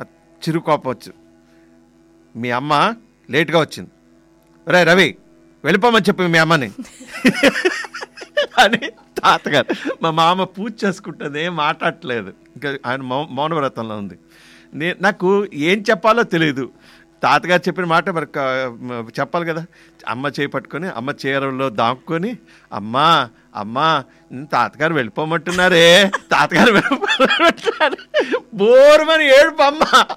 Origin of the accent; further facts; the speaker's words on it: Vizianagaram, Andhra Pradesh, India; born there; విజయనగరంలో పుట్టాను, మన ఆంధ్రప్రదేశ్లో ఉన్న విజయనగరం, అప్పట్లో మంచి పేరుగాంచిన విజయనగరం పుల్లో పుట్టాను.